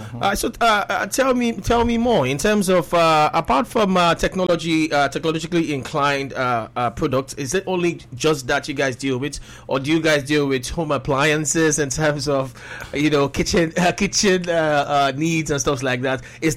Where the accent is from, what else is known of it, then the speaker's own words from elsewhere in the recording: Delta, Nigeria; I'm also part from Delta State, though.